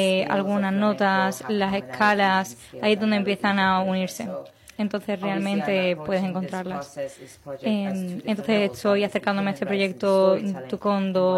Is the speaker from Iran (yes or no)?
yes; Iran; first language Persian; Spanish is a second language; moved away; me crié en Irán, todos los años de mi vida formativo fueron en Irán. Entonces, el farsi es mi primer idioma y es verdad que luego estuve en un ambiente inglés durante 35 años